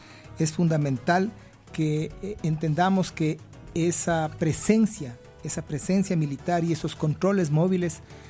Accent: Ecuador

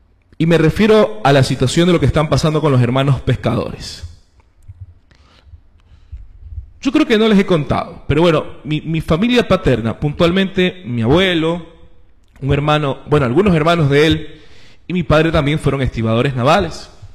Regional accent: Manta, Manabí, Ecuador; Quienes somos originarios de Manta

